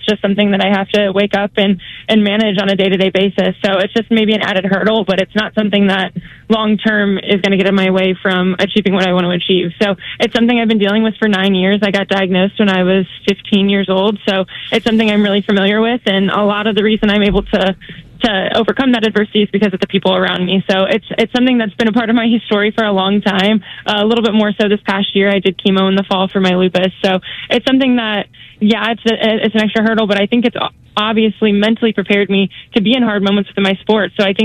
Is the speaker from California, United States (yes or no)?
no; Cleveland, Ohio, United States; I grew up in Cleveland, Ohio, where we had the Akron Racers an hour from my house.